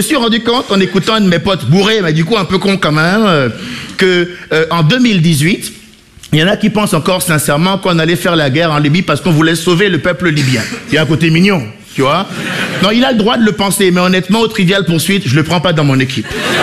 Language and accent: French; Benin; born or raised there